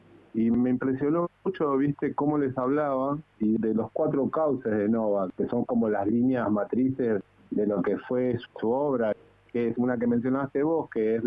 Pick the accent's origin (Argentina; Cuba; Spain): Argentina; Quilmes, Buenos Aires Province; Yo soy de Quilmes, vivo en Quilmes, y yo hice mi escuela secundaria en Jesús de Nazaret.